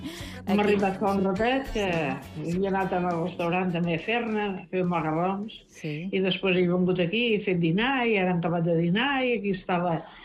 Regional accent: Ibiza, Balearic Islands, Spain; jo com a eivissenca i que ja tinc anys, em dol molt. Perquè he viscut una època de quan jo era joveneta, ara que tinc 79 anys

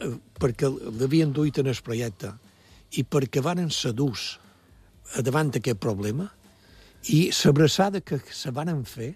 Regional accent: Vilafranca, Balearic Islands, Spain; Jo som de Vilafranca i vaig anar...

